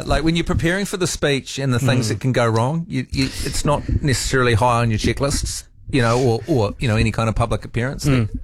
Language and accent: English; Dunedin, Otago, New Zealand; I'm from Dunedin. I'm not some big Auckland guy.